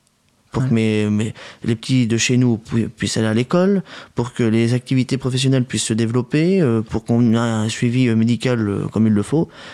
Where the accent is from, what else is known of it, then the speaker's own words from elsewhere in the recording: France; on est français, avant tout. Moi je suis voyageur, je suis en errance